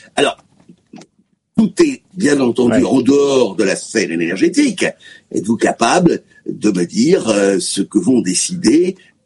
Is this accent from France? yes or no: yes; South-West, France; Il se trouve que je suis du Sud-Ouest, je connais bien la ville de Pau.